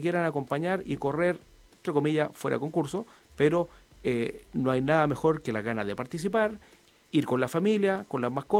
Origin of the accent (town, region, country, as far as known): Chile